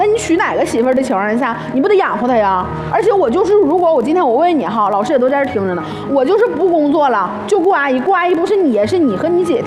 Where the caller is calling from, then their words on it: Jilin, China; 我们是吉林的嘛